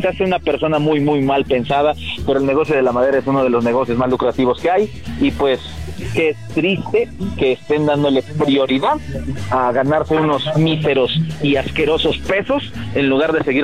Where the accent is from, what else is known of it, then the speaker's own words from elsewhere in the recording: State of Mexico, Mexico; moved away; Yo soy del sur del Estado de México, y cada vez que viajo al sur, que es casi cada fin de semana